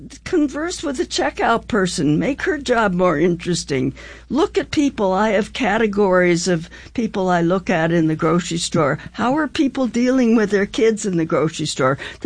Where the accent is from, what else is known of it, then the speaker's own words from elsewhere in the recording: St. Paul, Minnesota, United States; I grew up in St. Paul, Minnesota